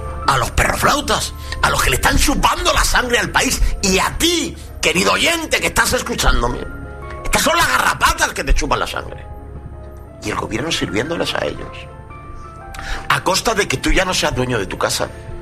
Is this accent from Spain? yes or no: yes; Spain; Qué vergüenza como español que esto...